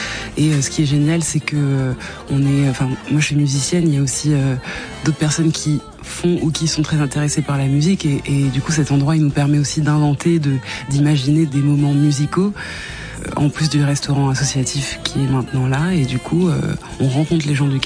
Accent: Lyon, Auvergne-Rhône-Alpes, France; Je suis née à Lyon et j'avais vécu qu'à Lyon jusque-là.

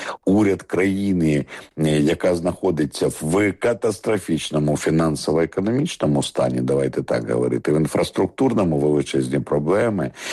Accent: Vinnytsia, Vinnytsia Oblast, Ukraine; 200 кілометрів відійти від Києва в Вінниці, мирне місто, це моє рідне місто, я не хочу образити вінничан

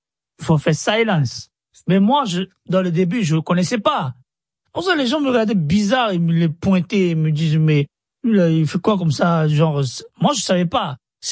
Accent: Abidjan, Côte d’Ivoire; Je viens de la Côte d'Ivoire. Je suis né sur Babi.

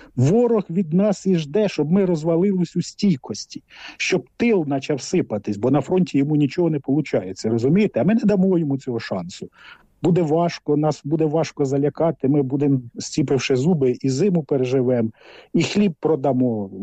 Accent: Romny, Sumy Oblast, Ukraine; от мої рідні Ромни, там от 7 шахедів розбомбили

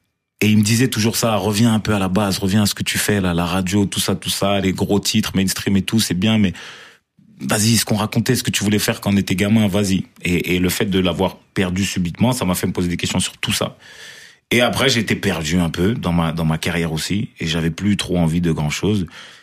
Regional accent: Marseille, Provence-Alpes-Côte d'Azur, France; Moi, je suis né quand même en 1996, je suis né à Marseille.

